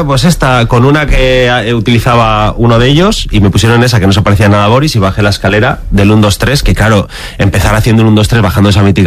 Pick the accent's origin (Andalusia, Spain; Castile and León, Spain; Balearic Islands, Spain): Castile and León, Spain; León; also born or lived in Hospital de Órbigo; mi padre es de un pueblo de León, mi madre es de Astorga, mi padre es de un pueblo que se llama Hospital de Órbigo, y hemos vivido siempre en León, ¿no?